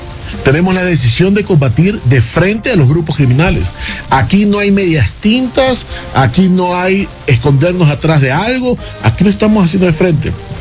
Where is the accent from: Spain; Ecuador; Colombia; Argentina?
Ecuador; Y discúlpenme, Andrés, todos somos ecuatorianos.